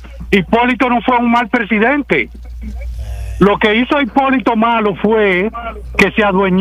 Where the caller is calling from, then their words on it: Dominican Republic; Yo soy dominicano 100%